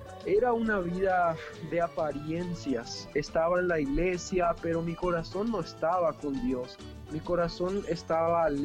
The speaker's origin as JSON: {"language": "Spanish", "country": "Paraguay", "tie": "born there", "said": "estamos viviendo acá en Paraguay, y tengo dos hermanitas también, una hermana que nació acá en Paraguay, yo nací en Paraguay también, y la más pequeña nació hace casi un año también acá en Paraguay."}